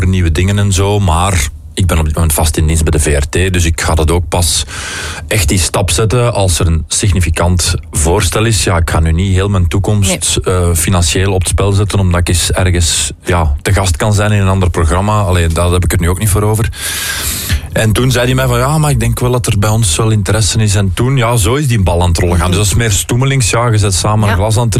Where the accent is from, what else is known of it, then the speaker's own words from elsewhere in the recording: Croatia; Dutch is a second language; now in Belgium; ik weet dat Moederdag wel op dezelfde dag valt als bij ons in Kroatië, maar of Vaderdag dat ook is, dat weet ik niet.